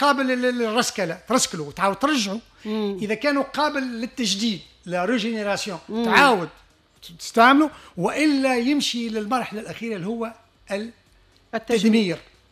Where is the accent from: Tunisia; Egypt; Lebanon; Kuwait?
Tunisia